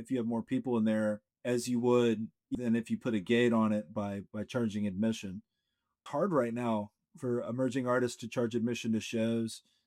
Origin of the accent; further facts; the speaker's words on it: Austin, Texas, United States; Where are you from … I said, Austin.